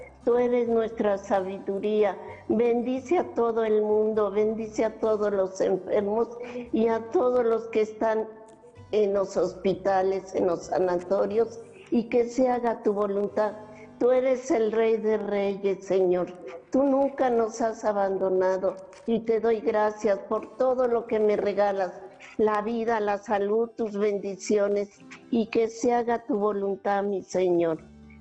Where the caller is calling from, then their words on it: Puebla, Mexico; de Puebla.